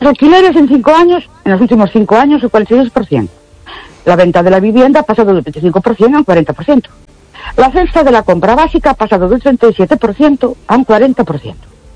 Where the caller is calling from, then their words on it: Ourense, Galicia, Spain; Buenas noches, soy animadora de Urense.